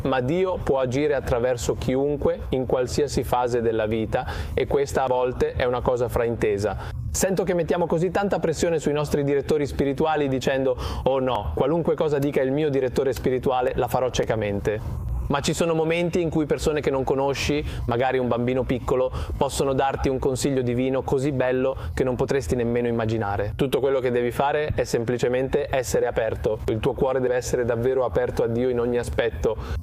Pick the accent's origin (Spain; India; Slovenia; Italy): India; In realtà è qualcosa che riguarda me come indiano.